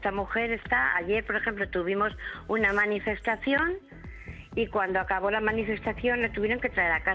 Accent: Erandio, Basque Country, Spain; yo tengo toda una vida aquí. Luego, Erandio, vamos, es mi pueblo de siempre, de mis antepasados, de toda una vida

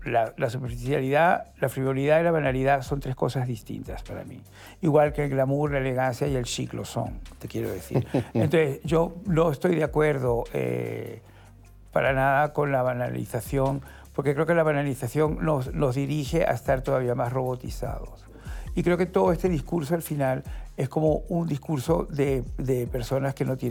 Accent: Venezuela; eso permitió en mi país de origen que surgiera el golpe de Estado de Chávez en 1992, dirigido a asesinar a Carlos Andrés Pérez, que era entonces el presidente de la República.

